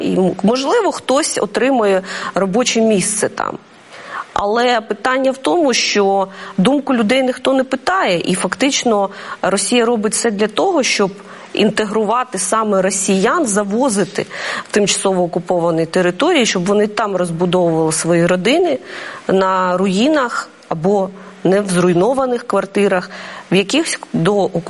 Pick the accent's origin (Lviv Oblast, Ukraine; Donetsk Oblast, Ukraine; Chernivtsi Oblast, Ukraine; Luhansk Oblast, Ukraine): Donetsk Oblast, Ukraine; Debaltseve; moved away; Я сама з міста, яке окуповано з 14-го року, з Донеччини, з міста Дебальцево.